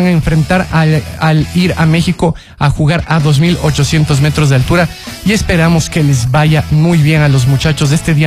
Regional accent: Ecuador; nosotros como ecuatorianos

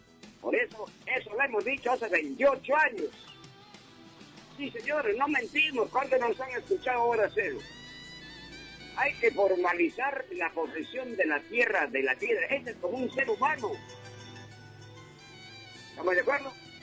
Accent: Huaraz, Ancash, Peru; Yo, por ejemplo, soy de Huaraz, conozco Huascarán.

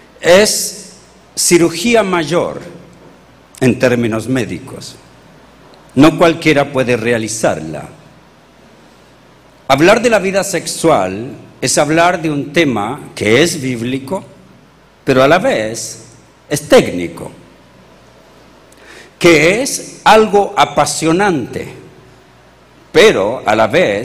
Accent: Chile; lo que yo aprendí como chileno

